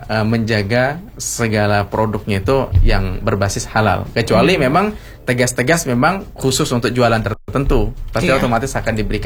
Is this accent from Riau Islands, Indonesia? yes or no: yes; Riau Islands, Indonesia